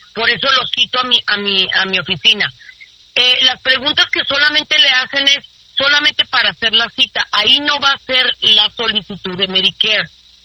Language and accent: Spanish; Mexico; Pero como somos buenos mexicanos, pues ahí estamos, ¿no?